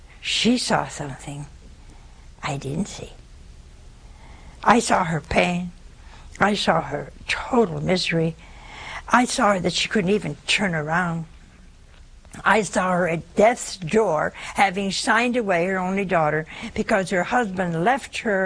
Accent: Ohio, United States; now in Hansville, United States; We came from Ohio. We've been here almost 40 years. And I see I have people here I love, but I didn't know them in Ohio. There are the people in Ohio I love. And now we're in Hansville

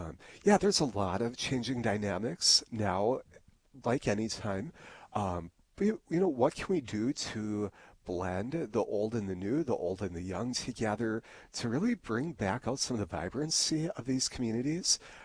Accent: Harvey, North Dakota, United States; you know, I grew up in Harvey, North Dakota. My mother and stepfather live north of Animus.

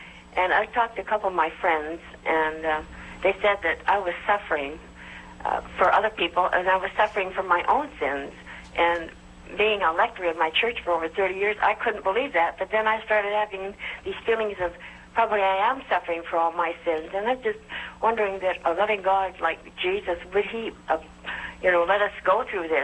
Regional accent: Boynton Beach, Florida, United States; I'm from Boynton Beach, Florida, Mother.

